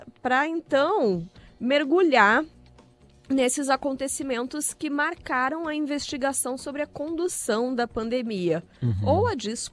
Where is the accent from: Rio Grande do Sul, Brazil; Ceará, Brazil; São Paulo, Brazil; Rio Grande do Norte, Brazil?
Rio Grande do Sul, Brazil; Porto Alegre; born there; nasci em Porto Alegre, uma cidade sem, sim, praia, né?